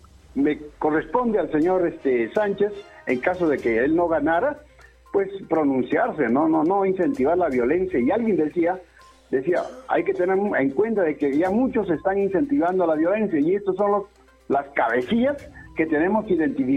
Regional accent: Peru; porque somos hermanos peruanos

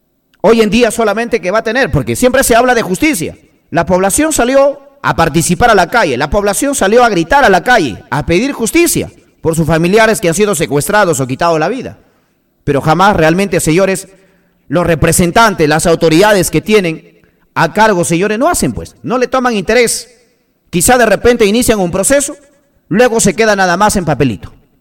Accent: Peru; los peruanos somos los que más sufrimos.

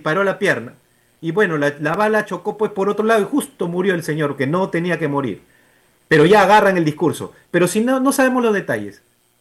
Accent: Peru; Entonces nosotros como padres peruanos, oye, a ver, ¿dónde están feministas?

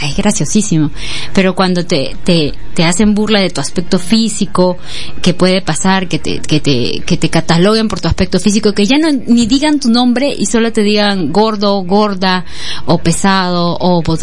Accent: Peru; así somos los peruanos

